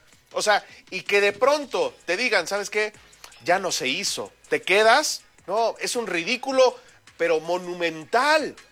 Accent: Puebla, Mexico; Yo soy poblano.

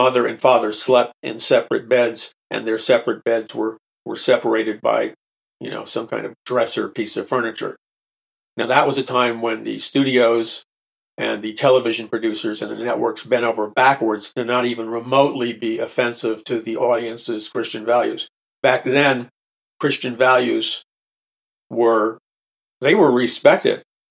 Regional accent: New York City, New York, United States; And I grew up in New York City, so it was a long way from home.

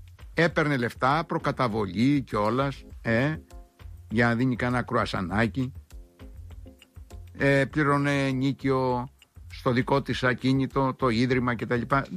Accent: Crete, Greece; moved away; από το χωριό μου δίπλα περνάει το ποτάμι που καταλήγει στον κάμπο και πλημμυρίζει στο οροπέδιο.

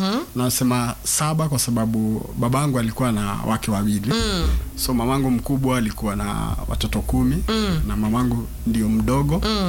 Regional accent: Nairobi, Kenya; born there; Mwanzo mimi nimezaliwa hapa Nairobi County. Langata ndio constituency. Karen ndio ward.

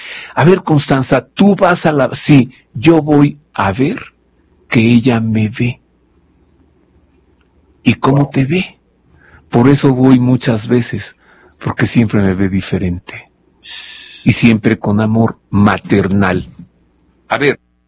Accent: Mexico; soy mexicano

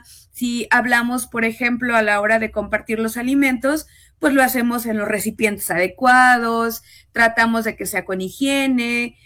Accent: Mexico; now in Xalapa, Mexico

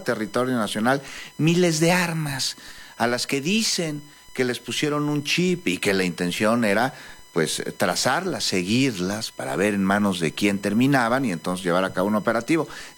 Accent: Mexico; como mexicanos, como mexicanas

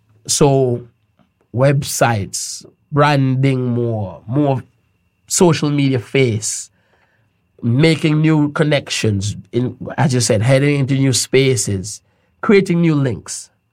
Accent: Montserrat; even though I wasn't born in Montserrat, I grew up in Montserrat to Montserrat and parents. So I have that humility within me to know that, okay, I'm from a very small place.

